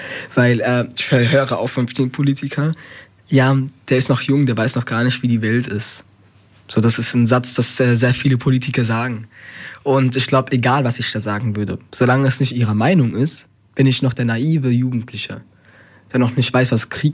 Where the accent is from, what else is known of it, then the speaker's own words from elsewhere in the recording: Spain; German is a second language; now in Germany; wenn ich hier ankomme in Deutschland als Spanier, ich bin aus der spanischen Tradition hier nach Deutschland gekommen